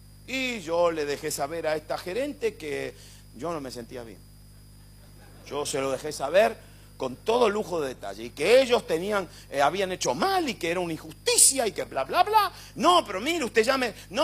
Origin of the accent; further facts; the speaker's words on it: Argentina